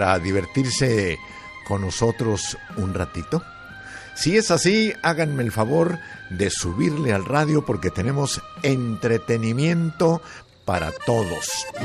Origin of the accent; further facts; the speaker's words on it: Tlaltenango, Zacatecas, Mexico; now in Los Angeles, United States; si alguno de por allá de Tlaltenango sabe por qué le dicen Chinches Bravas a mi pueblo